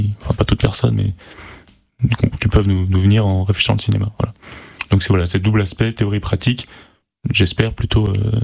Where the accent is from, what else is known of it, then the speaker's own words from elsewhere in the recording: Paris, Île-de-France, France; moved away; je viens de Paris à la base.